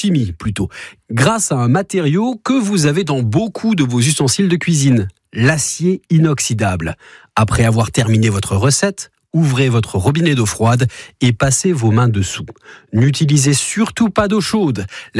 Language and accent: French; Grand Est, France; par chez nous, en Alsace